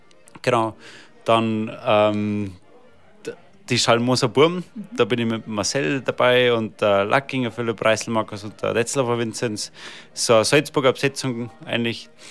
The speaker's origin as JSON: {"language": "German", "town": "Uffing am Staffelsee", "region": "Bavaria", "country": "Germany", "said": "Ich komme aus dem Landkreis Garmisch-Partenkirchen, genauer gesagt aus Offing am Staffelsee."}